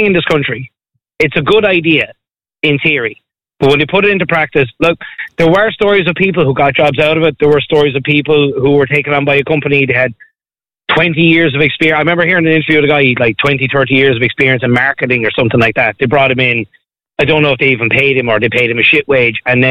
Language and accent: English; Ireland; Look, let's be honest. We're Irish. We could come up with the best scheme in the world and we'd still be miserable shower bastards and find something to bitch about it.